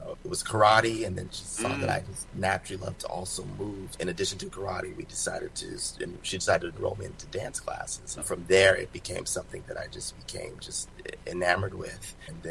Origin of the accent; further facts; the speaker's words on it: Anchorage, Alaska, United States; now in New York, United States; You won't believe this, but I'm from Anchorage, Alaska.